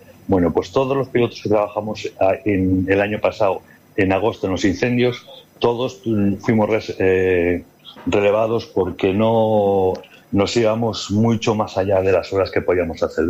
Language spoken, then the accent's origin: Spanish; Ponferrada, Castile and León, Spain; te recuerdo que yo soy de Ponferrada y cuando se quema esa zona, parte de mí se quema.